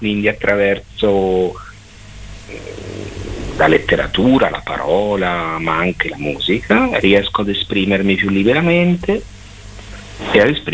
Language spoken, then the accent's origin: Italian; Esanatolia, Marche, Italy; Sì, io sono nato a San Severino Marche, però sempre vissuto ad Esanatolia.